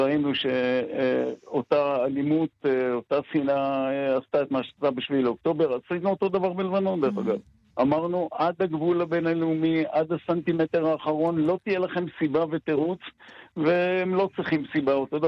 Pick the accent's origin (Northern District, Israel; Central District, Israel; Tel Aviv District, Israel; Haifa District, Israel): Northern District, Israel; Ein Gev; born there; moved away; also born or lived in Nov, Golan Heights; אני נולדתי בקיבוץ אנגב שהיה הקצה, השפיץ של ההזיה המשיחית של התיישבות בחלק המזרחי של הכנרת, מתחת לסורים, מתחת לאף שלהם.